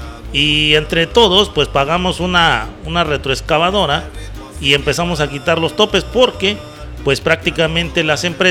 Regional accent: Huasteca, Mexico; de allá de donde es la estación, somos de la Huasteca, amigo

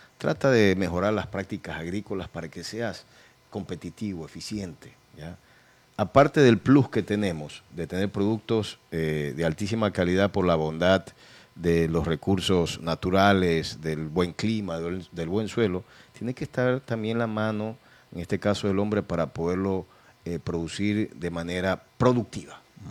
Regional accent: El Oro, Ecuador; nuestra provincia El Oro, tiene algo singular, ¿ya? Porque tenemos ahí un tema de diversos pisos climáticos

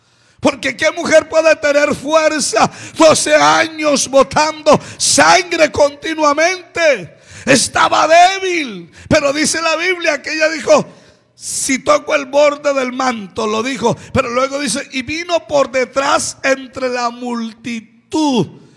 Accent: Santander, Colombia; moved away; Yo no soy paisa, soy santandereano.

